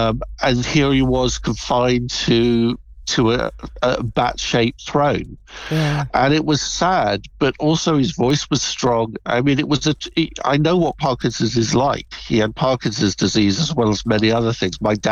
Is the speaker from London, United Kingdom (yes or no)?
yes; London, United Kingdom; I'm a Londoner myself